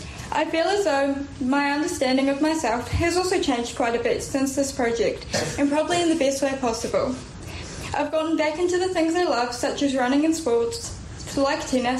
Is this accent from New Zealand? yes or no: yes; New Zealand; also born or lived in Russia; I was adopted from Russia at the age of a year and a half and brought over to New Zealand, where I've lived ever since.